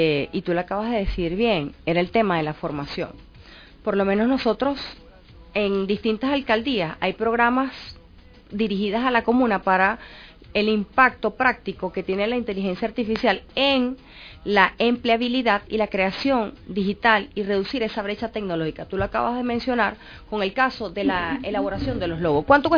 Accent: Venezuela

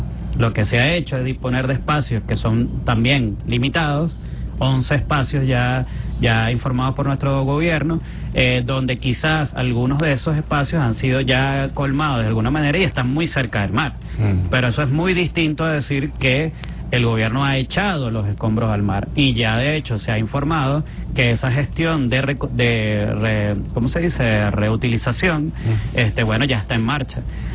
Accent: Venezuela; yo tengo que usar la lógica como venezolana

